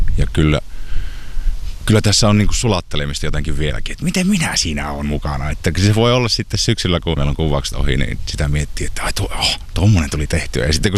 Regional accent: North Savo, Finland; moved away; saa Savossa tehdä niin kuin kotopuolessa tämmöistä niin kuin työtä

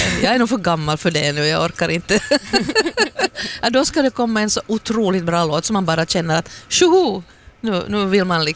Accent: Sweden; first language Swedish; lite då svenska med tanke på att det är mitt modersmål

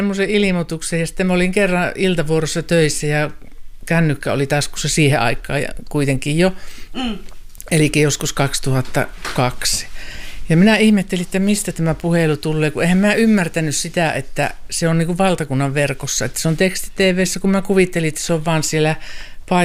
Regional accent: Sotkamo, Kainuu, Finland; moved away as an adult; also born or lived in Kajaani; now in Ilomantsi, Finland; Ja minun juuret on syvästi Sotkamossa ja Sotkamon jymyissä, mutta aikuiselämä asunut Kajaanissa.

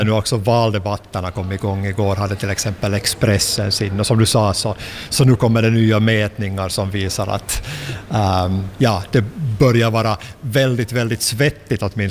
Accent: Finland; now in Sweden; jag är finsk medborgare

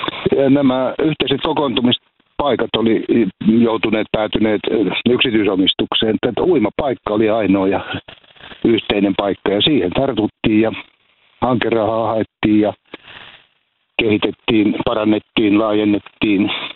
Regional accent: Päijät-Häme, Finland; born there; moved away; minä olen Murakasta kotosi

